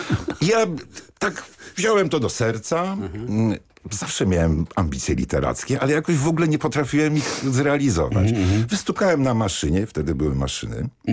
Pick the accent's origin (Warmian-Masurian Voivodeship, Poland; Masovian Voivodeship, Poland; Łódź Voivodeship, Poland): Łódź Voivodeship, Poland; Łódź; w mojej rodzinnej Łodzi. To jest bardzo ważne, bo w Łodzi się urodziłem i tam działałem